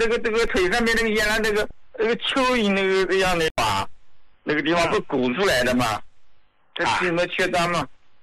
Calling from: Nanjing, Jiangsu, China; 你好，胡老，我是南京的胡家老高的受用者。

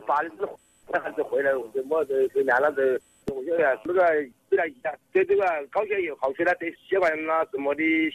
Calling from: Xiantao, Hubei, China; 我是仙桃人。

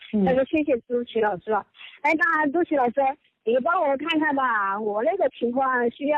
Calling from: Nanchong, Sichuan, China; accent: Sichuanese; 哎，我是南充市的。

